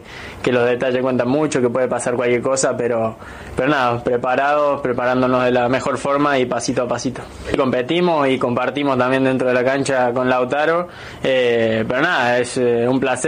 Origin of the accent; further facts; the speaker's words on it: Argentina; Bueno, como argentino siempre la ilusión está y siempre pensamos en ser campeones